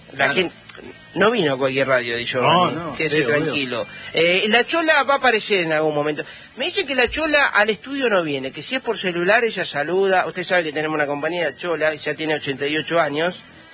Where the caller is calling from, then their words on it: Pico Truncado, Santa Cruz, Argentina; de Pico Truncado y acá nos pone el dial, escuchando la radio.